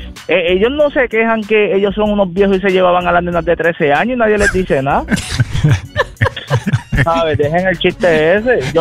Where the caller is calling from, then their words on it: Naguabo, Puerto Rico; de Nahuabo.